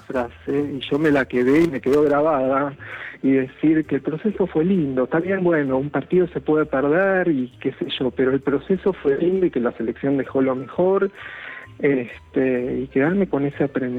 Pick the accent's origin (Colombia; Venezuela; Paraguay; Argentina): Argentina; hasta incluso yo también soy argentino y tengo eso, lo que me resulta injusto, yo me rebelo también.